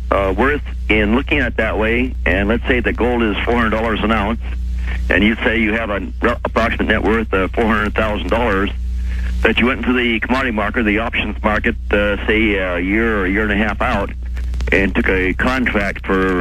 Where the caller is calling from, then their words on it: Vancouver, Washington, United States; Yes, I'm calling from Vancouver, Washington.